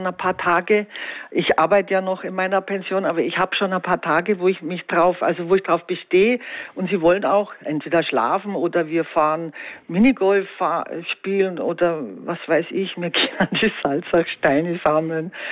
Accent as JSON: {"language": "German", "region": "Bavaria", "country": "Germany", "tie": "born or raised there", "said": "Ich persönlich, ich bin in Bayern aufgewachsen, da war das noch viel anders."}